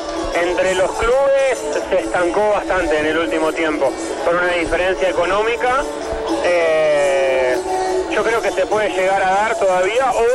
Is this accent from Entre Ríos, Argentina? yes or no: no; Tandil, Buenos Aires Province, Argentina; now in Buenos Aires, Argentina; soy de Tandil y está Santa Marina.